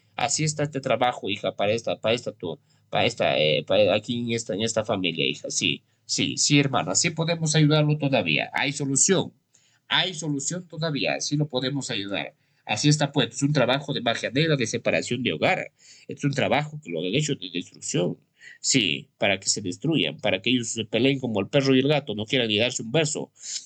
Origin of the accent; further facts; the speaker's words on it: Huancabamba, Piura, Peru; born there; A donde me vaya, a donde me encuentre, de mi tierra Huancabamba. Huancabamba, la tierra que me vio nacer, siervos. Sí, Huancabamba, la tierra que me dio nacer. Desde la provincia de Huancabamba, Salalá, Sondorillo